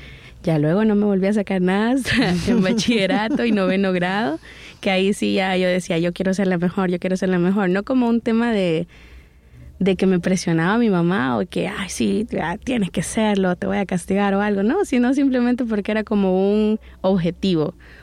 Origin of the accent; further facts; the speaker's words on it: San Salvador, El Salvador; tengo actualmente 32 años, nací en San Salvador, soy originaria de acá, ¿verdad? Mis padres, pues uno es de La Libertad, mi papá, y mi mamá viene desde Usulután, del oriente del país.